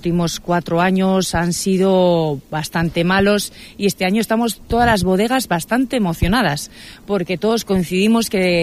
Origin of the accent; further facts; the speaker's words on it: Basque Country, Spain; es un vino muy equilibrado, fresco y animado, como somos los vascos.